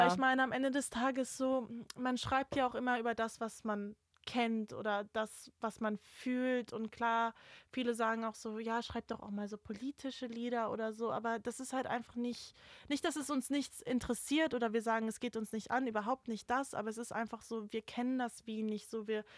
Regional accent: Switzerland; now in England, United Kingdom; ich bin ja deutsche Griechin, aufgewachsen in der Schweiz, lebe jetzt in England.

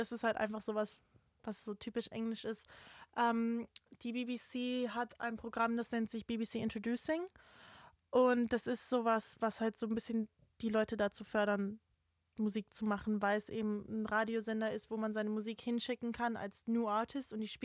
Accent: Switzerland; now in United Kingdom; ich bin ja deutsche Griechin, aufgewachsen in der Schweiz, lebt jetzt in England.

